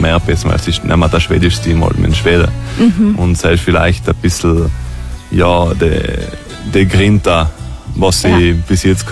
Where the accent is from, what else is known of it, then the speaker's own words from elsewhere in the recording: Trentino-Alto Adige, Italy; als Italiener, als Südtiroler ist das halt immer ein bisschen, muss ich halt etwas mehr kämpfen noch.